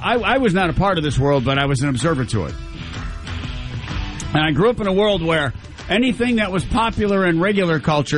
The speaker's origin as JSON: {"language": "English", "region": "Michigan", "country": "United States", "tie": "born or raised there", "said": "As someone who came, who was born and raised in Western Michigan, which was founded on a religious ethos of known as Calvinism."}